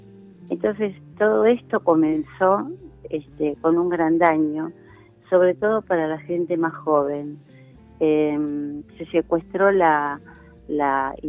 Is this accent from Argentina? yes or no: yes; Buenos Aires, Argentina; Acá de Capital, sí.